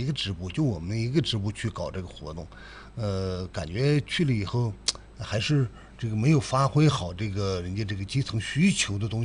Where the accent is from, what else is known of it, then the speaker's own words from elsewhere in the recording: Inner Mongolia, China; moved away; 因为我从小就在牧区长大，因为我就从牧区出来的，对这个牧区的需求情况比较了解，